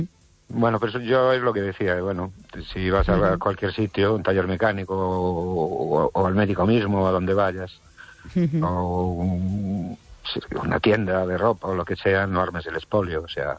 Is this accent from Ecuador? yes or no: no; Ourense, Galicia, Spain